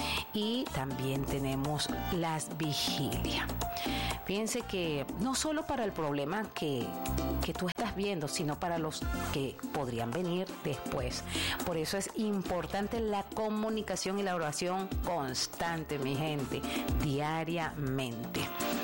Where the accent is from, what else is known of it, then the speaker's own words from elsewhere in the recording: Lara, Venezuela; moved away; del estado Lara, mi tierra natal.